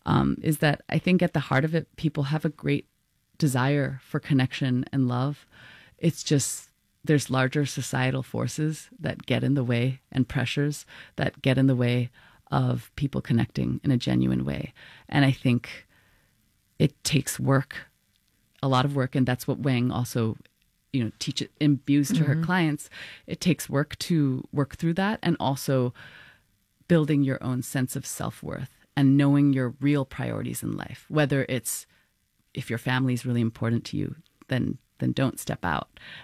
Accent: Hong Kong; I grew up in Hong Kong

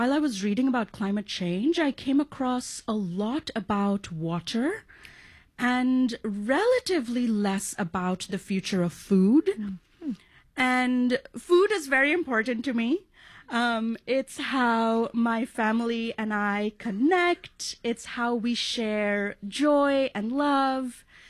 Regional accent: India; You know, growing up in India, class difference was so apparent to me

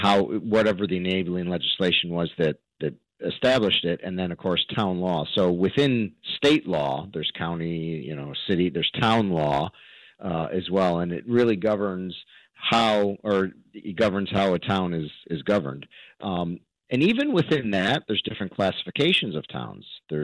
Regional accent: Glenville, New York, United States; So, for example, the town of Glenville, my hometown, has a village of Scotia within it.

